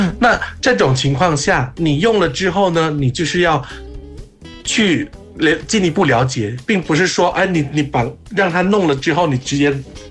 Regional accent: Thailand

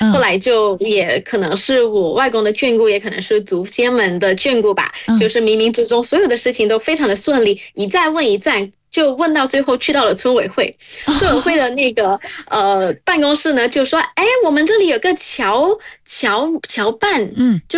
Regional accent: Malaysia; moved away as an adult; now in Beijing, China; 作为一个土生土长的马来西亚华人

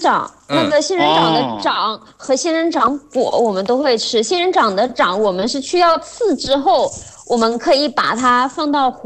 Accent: Mexico; 我们墨西哥人是非常非常喜欢喝水果。

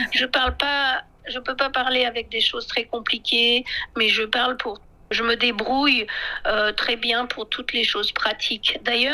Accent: France

